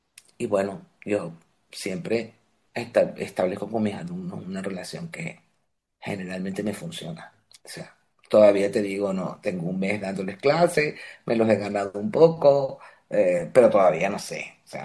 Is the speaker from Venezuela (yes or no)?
yes; Venezuela; moved away as an adult; yo, cuando me fui de Venezuela, no se me ocurrió que podía suceder que pudiera enseñar por mi edad.